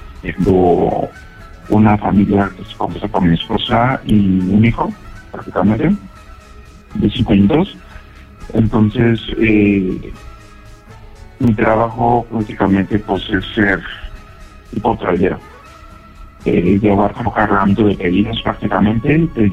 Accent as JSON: {"language": "Spanish", "region": "Coahuila", "country": "Mexico", "said": "Claro, tengo lo que son 30 años y soy de aquí de Coahuila."}